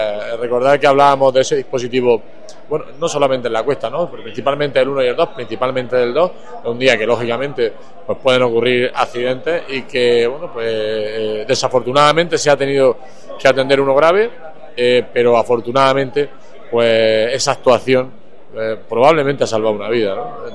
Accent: Caravaca de la Cruz, Region of Murcia, Spain

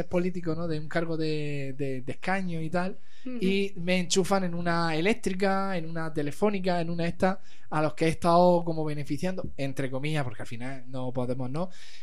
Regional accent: Spain

